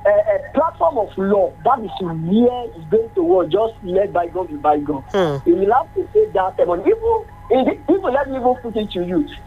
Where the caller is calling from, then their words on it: Nigeria; we in Nigeria